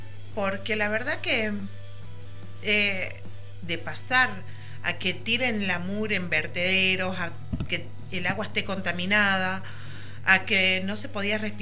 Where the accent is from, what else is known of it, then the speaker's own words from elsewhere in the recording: Argentina; Los argentinos somos especialistas en romper reglas, en no cumplirlas.